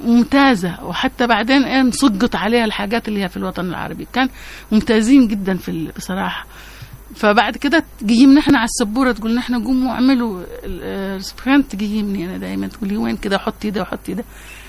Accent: Yemen; كنت أقوم أنا أقول يمنية، في واحدة سودانية، واحد تقوم فلسطينية تقول فلسطينية، فكان أنت يمنية كلامش مش باين أنا يمني

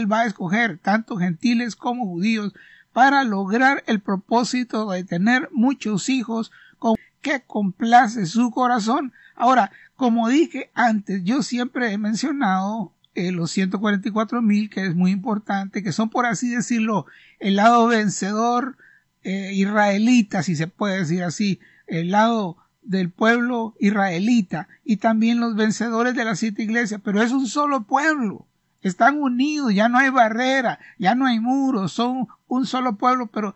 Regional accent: Honduras; yo soy de Honduras

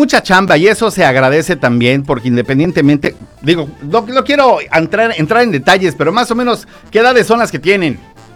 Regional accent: Yucatán, Mexico; los yucatecos somos más de cumbia.

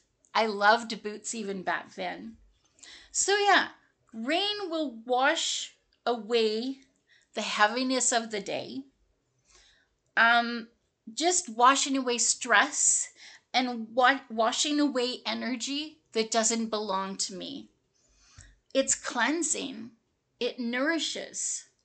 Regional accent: Fraser Valley, British Columbia, Canada; I grew up in the Fraser Valley of British Columbia.

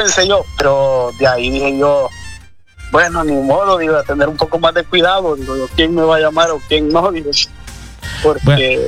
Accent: Danlí, El Paraíso, Honduras; ¿Verdad? Yo soy de Daní el Paraíso, ¿verdad?

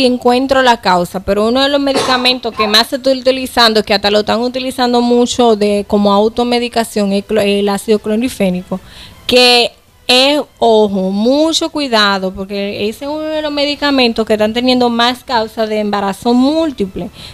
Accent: Dominican Republic

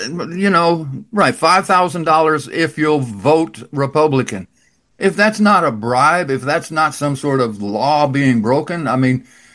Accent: Texas, United States; Now, I'm a Texan.

